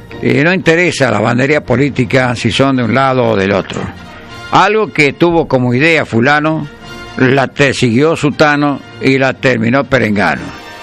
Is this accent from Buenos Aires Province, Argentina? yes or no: no; Tucumán, Argentina; Para mí es Tucumán, soy tucumano, defiendo Tucumán